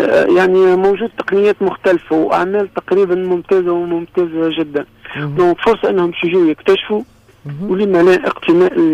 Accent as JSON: {"language": "Arabic", "country": "Tunisia", "said": "بلادنا تونس في الجمهورية التونسية"}